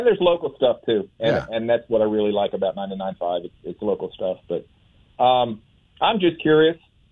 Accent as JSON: {"language": "English", "town": "Cincinnati", "region": "Ohio", "country": "United States", "tie": "born or raised there", "moved": "yes", "said": "I grew up in Cincinnati"}